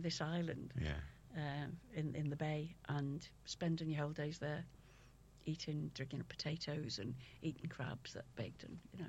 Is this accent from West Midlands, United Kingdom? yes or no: no; Highton Quarry, North West England, United Kingdom; We had to cross a farmer's field to get to school. So I was brought up around Highton Quarry. And it was a nice environment.